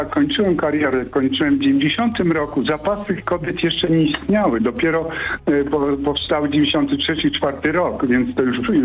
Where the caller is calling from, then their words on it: Oleśnica, Lower Silesian Voivodeship, Poland; z Oleśnicy, zresztą były wyczynowy sportowiec, reprezentant Polski, wielokrotny mistrz Polski.